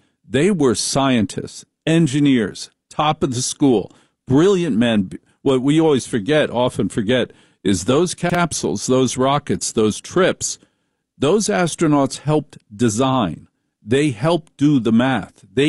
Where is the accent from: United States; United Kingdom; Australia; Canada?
United States; Maplewood, New Jersey; I grew up in Maplewood.